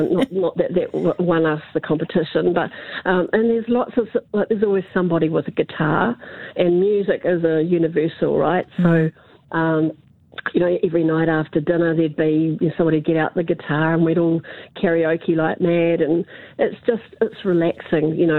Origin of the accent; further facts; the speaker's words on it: New Zealand; hey, you know, I'm a Kiwi. I'm outgoing. I love music. I love people. You know, and my English isn't too bad.